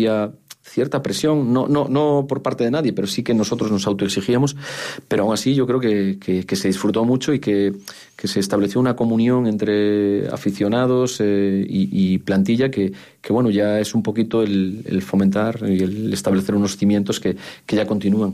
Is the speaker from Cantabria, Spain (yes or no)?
no; Ribadavia, Galicia, Spain; un pueblo pequeño como mi pueblo, como Rivadavia